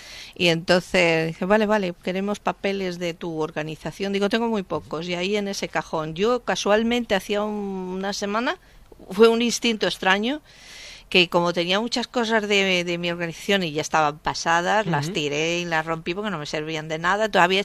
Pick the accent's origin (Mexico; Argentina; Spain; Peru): Spain; Además, yo soy también española, entonces